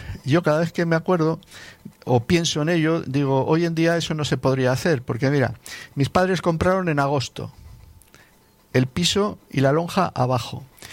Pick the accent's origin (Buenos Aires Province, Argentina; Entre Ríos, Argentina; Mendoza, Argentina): Buenos Aires Province, Argentina; San Andrés de Giles; born there; moved away; No lo olvido. En primer lugar, bueno, porque es donde yo nací, lo quiero mucho, lo sigo queriendo